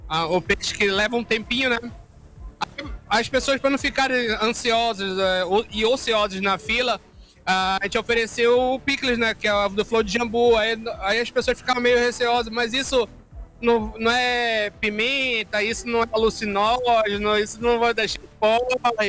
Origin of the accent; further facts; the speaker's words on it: Amapá, Brazil; also born or lived in Macapá; a ancestralidade indígena ribeirinha, que eu tenho tanto orgulho de falar, né? Tipo, eu nasci em Macapá, mas fui criado no interior